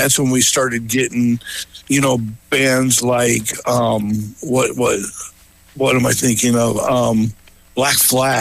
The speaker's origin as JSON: {"language": "English", "town": "Las Vegas", "region": "Nevada", "country": "United States", "tie": "born there", "also_born_or_lived": "Chicago", "said": "me growing up in Las Vegas"}